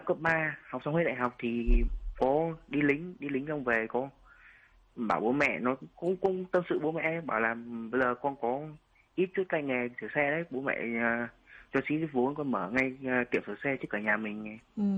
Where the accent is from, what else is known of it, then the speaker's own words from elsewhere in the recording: Phú Thọ, Vietnam; đến từ Phú Thọ.